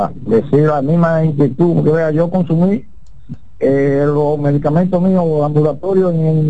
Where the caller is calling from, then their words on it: Moca, Espaillat, Dominican Republic; desde Moca.